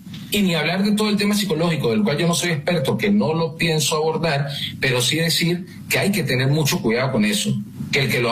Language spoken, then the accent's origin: Spanish; Venezuela; moved away